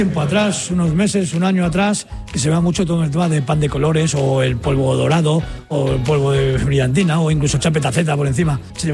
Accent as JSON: {"language": "Spanish", "town": "Torrejón de Ardoz", "region": "Community of Madrid", "country": "Spain", "tie": "born or raised there", "said": "hasta que hemos llegado aquí, donde me crié, en Torrejón."}